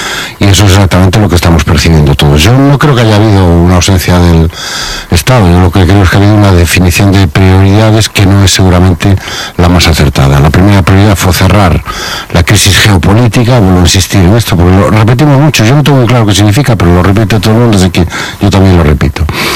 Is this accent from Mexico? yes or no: no; Spain; O sea, eso es España hoy. Eso somos los españoles.